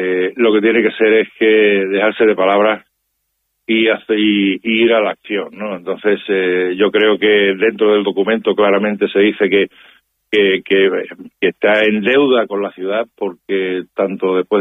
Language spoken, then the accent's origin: Spanish; Spain; nuestros derechos como ciudadanos españoles y europeos que somos, aunque estemos viviendo en África, pero somos europeos de pleno derecho